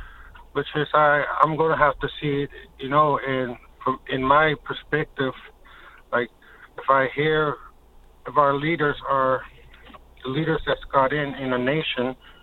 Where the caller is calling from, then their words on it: Sheshatshiu, Newfoundland and Labrador, Canada; I'm an Indigenous person. I'm calling from Shishachu.